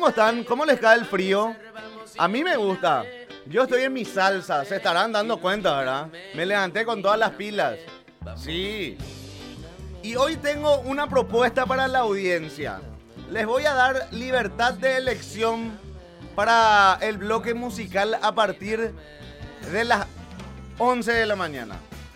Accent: Asunción, Paraguay; born there; yo nací en Asunción, pero mi mamá era de Villarrica. Algo es algo. Tengo mitad sangre villarriqueña.

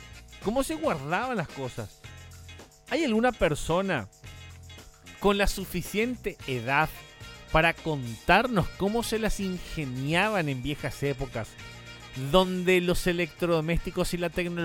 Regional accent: Encarnación, Itapúa, Paraguay; born there; soy paraguayo, nacido en Encarnación, en un lejano 1988, en el barrio obrero, zona baja, Encarnacena. De ahí mi fanatismo a Cerro Porteño, porque he nacido en un barrio obrero también, pero en el sur del Paraguay.

